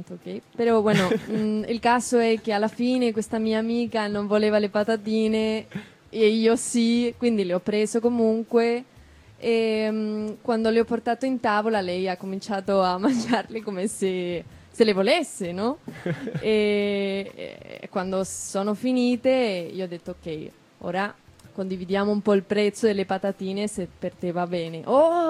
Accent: Spain; Italian is a second language; moved away; sono spagnola

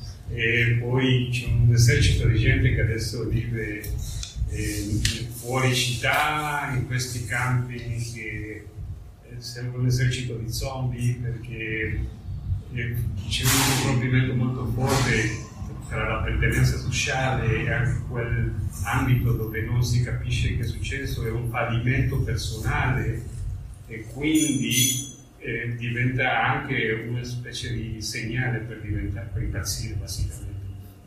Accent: Mexico; Italian is a second language; Io vengo dal Messico e lì la realtà, diciamo, nordamericana degli Stati Uniti è molto presente nel senso della salute mentale

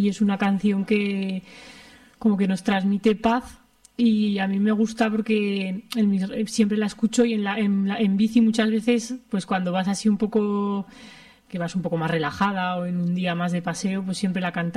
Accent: Alfamén, Aragon, Spain; Y de este mismo estilo es la carretera de mi pueblo, de Alfamén a Calatorau

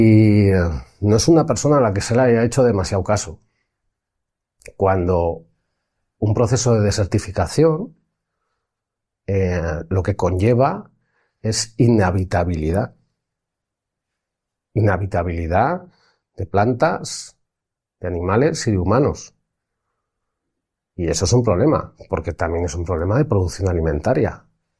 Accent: Basque Country, Spain; Yo que soy de País Vasco

